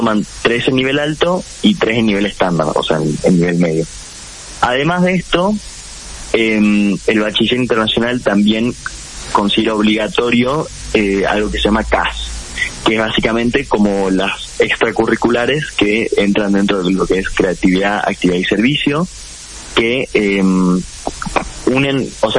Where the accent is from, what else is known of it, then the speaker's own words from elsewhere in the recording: Salta, Argentina; soy de acá de Salta.